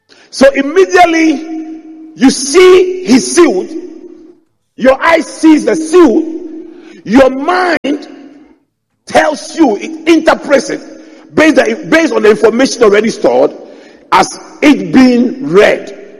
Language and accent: English; Adabraka, Greater Accra, Ghana; But growing up in Adabraka, where most houses do not have toilets, and you wake up in the morning, and you go to the public toilets